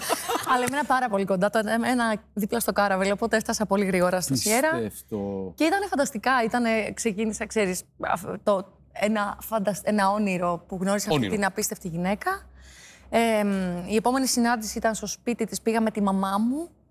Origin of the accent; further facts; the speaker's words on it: Drama, Eastern Macedonia and Thrace, Greece; now in Athens, Greece; όταν έφυγα από τη Δράμα, είπα ότι κατεβαίνω στην Αθήνα να τραγουδήσω με τον